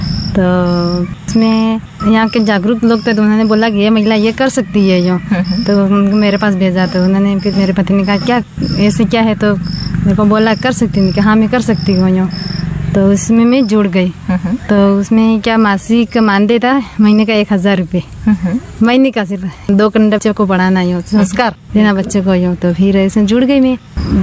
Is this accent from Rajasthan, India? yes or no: yes; Ghatol, Rajasthan, India; ग्राम पंचायत रोंजिया, तहसील घाटोल, जिला बांसवाड़ा, राज्य राजस्थान।